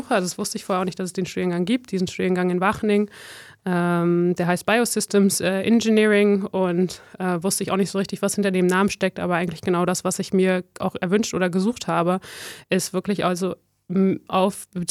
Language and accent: German; Netherlands; now in Germany